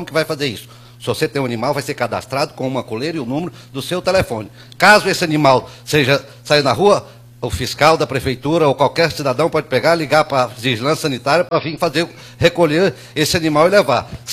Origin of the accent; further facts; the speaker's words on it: Northeast Region, Brazil; born there; now in Mato Grosso, Brazil; eu fui criado, sou da região do Nordeste, que comi muita carne de tatu, e aqui no Mato Grosso também. Fui criado na roça, sou da pequena, da agricultura familiar